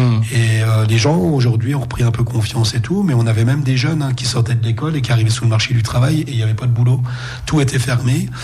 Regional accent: Nancy, Grand Est, France; moi, je viens de la ville, hein, je suis de Nancy, j'ai habité tantôt à Nancy, tantôt à Laxou

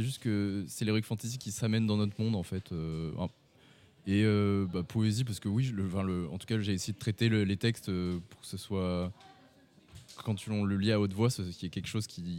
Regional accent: Nouvelle-Aquitaine, France; now in Limoges, France; Ça fait 2 ans que j'habite à Limoges maintenant. D'accord. Voilà. Oui, je suis du cru.

